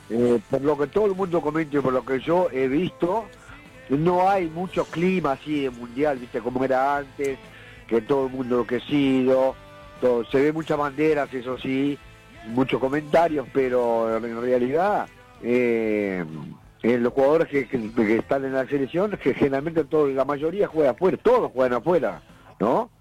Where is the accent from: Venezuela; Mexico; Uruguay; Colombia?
Uruguay; yo que soy futbolista y todos los futbolistas que somos, los uruguayos